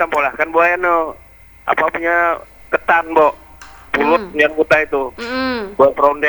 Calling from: Tenggarong, East Kalimantan, Indonesia; Saya ini orang Tenggerong

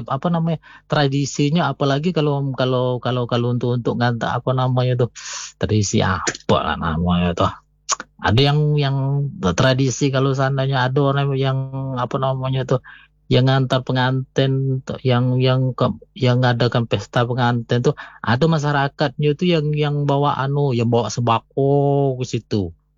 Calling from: Jambi, Indonesia; Kalau di dusun saya

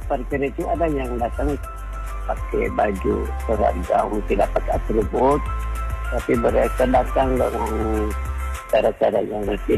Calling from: Limboto, Gorontalo, Indonesia; Ini dari Pak Muiz yang di Limboto.

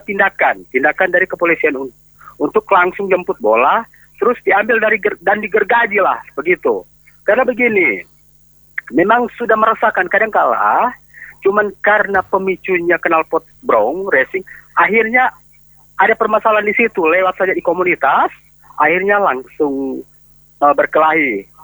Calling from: North Sulawesi, Indonesia; saya juga orang Minahasa Selatan

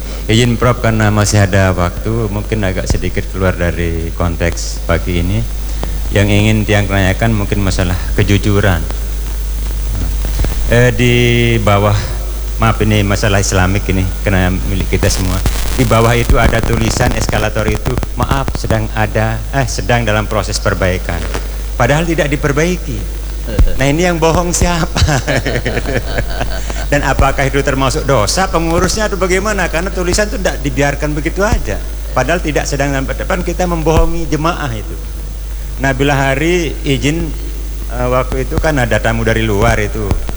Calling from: Lombok, West Nusa Tenggara, Indonesia; kita sebagai orang Lombok

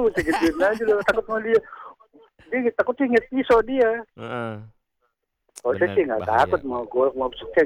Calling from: Menteng, Jakarta, Indonesia; Gue anak Menteng

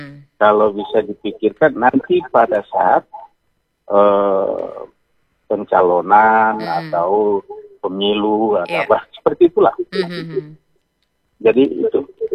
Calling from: Bitung, North Sulawesi, Indonesia; Saya di Bitung.

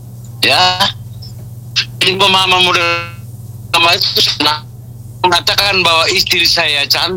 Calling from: Papua, Indonesia; Saya Papua.

